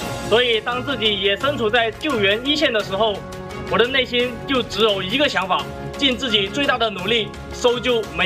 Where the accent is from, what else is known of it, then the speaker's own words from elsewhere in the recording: Guangxi, China; moved away; 我老家广西今年也受到了洪涝灾害